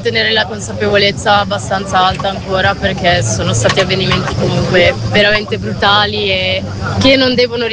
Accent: Modena, Emilia-Romagna, Italy; Modena anch'io.

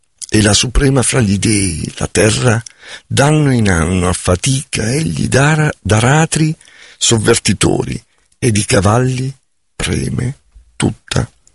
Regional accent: Abruzzo, Italy; Io sono abruzzese

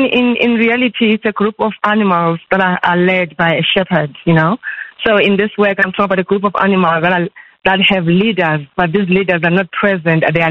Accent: South Africa; I'm from South Africa

